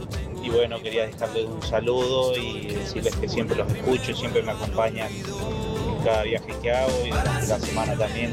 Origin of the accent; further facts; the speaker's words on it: Bragado, Buenos Aires Province, Argentina; moved away; yendo a mi pueblo a visitar a mi querido Bragado.